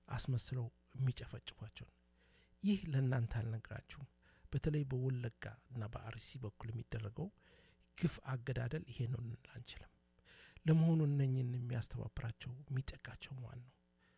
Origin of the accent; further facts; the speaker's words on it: Dire Dawa, Ethiopia; የፈለገውን በኢትዮጵያ ውስጥ እኔ ድሬዳዋ ተወልጄ ነው ያደኩት። ወደ አዲስ አበባ መጣለሁ፣ ወደ ጅማ ሄዳለሁ፣ ድሬዳዋ፣ ሐረር ከሁሉ ቤተሰብ በብሔረሰብ ጋር ነው።